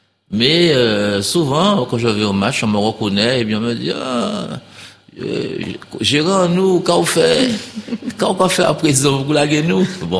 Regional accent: Guadeloupe; je suis retombé dans ma région d'origine, c'est-à-dire l'agglomération

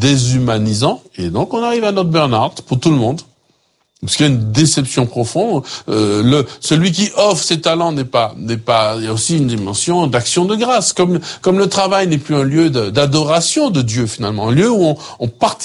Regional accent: Martinique; chez nous, en Martinique

